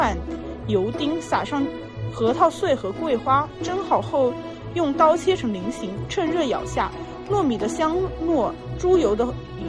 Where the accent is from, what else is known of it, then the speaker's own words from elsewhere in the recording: Wenzhou, Zhejiang, China; 作为一个土生土长的温州人，在温州的清晨往往是被海鲜的鲜咸和米香唤醒的。